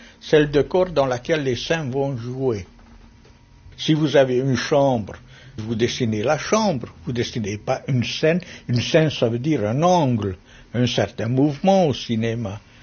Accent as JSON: {"language": "French", "town": "Paris", "region": "Île-de-France", "country": "France", "tie": "born there", "said": "Je suis né comme peintre à Paris"}